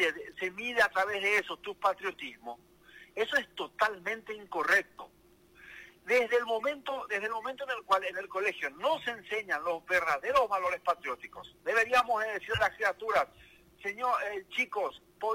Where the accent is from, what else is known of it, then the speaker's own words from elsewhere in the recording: Paraguay; Yo no puedo yo permitir como paraguayo